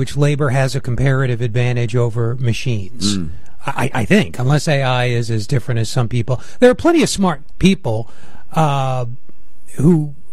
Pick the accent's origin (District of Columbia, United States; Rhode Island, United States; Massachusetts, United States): Rhode Island, United States; I grew up in Rhode Island, and the jewelry industry at one time there was a behemoth